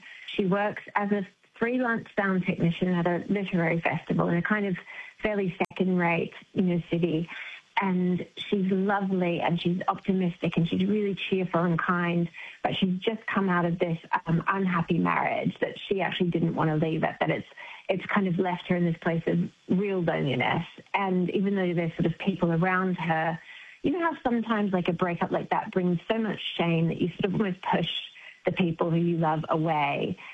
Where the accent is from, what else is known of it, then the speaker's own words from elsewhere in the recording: Palmerston North, Manawatū-Whanganui, New Zealand; also born or lived in Foxton; Oh, Palmerston North and Foxton, so down the road from you.